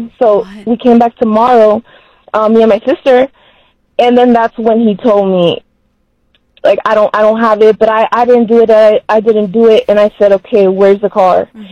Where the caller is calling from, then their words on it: Silicon Valley, California, United States; I'm from Silicon Valley.